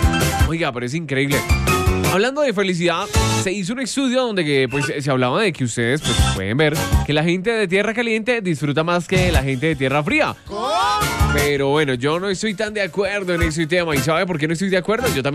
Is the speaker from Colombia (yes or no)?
yes; Colombia